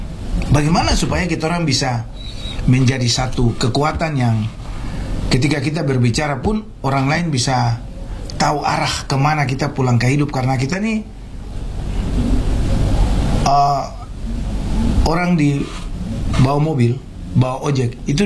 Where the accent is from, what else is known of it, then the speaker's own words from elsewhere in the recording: Sorong, Southwest Papua, Indonesia; kita ini anak-anak yang lahir besar di Sorong